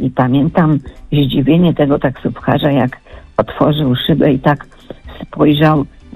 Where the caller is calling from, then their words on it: Tricity, Pomeranian Voivodeship, Poland; Ja nie jestem z Warszawy, jestem z Trójmiasta